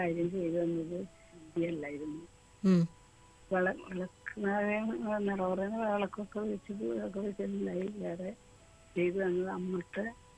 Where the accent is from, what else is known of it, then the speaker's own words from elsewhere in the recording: Kodungallur, Kerala, India; born there; now in Angamaly, India; കൊടുങ്ങല്ലൂരാണ് ഞാൻ ജനിച്ച സ്ഥലം.